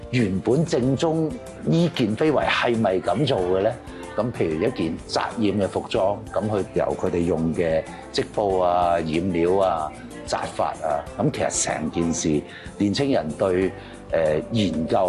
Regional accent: Hong Kong; 作為一個真係本土土生土長香港人

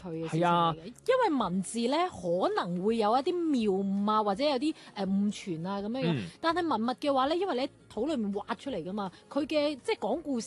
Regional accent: Guangzhou, Guangdong, China; 因為我哋作為廣州人咧，成日以為自己好了解廣州

